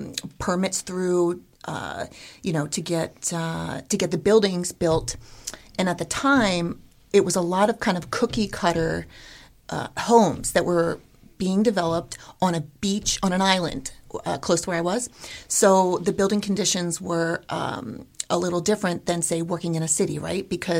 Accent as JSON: {"language": "English", "region": "New Jersey", "country": "United States", "tie": "born or raised there", "said": "So I grew up on the East Coast. I grew up in South Jersey."}